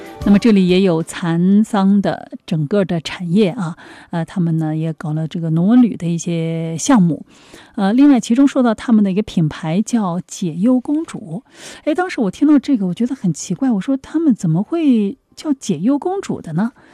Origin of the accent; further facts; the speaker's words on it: Hai'an, Jiangsu, China; now in Nanjing, China; 包括我们像我老家海安那边哈